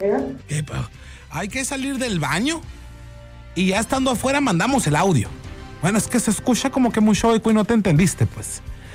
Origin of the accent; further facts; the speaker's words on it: Hermosillo, Sonora, Mexico; somos de Hermosillo y recuerda que somos bien fachosos.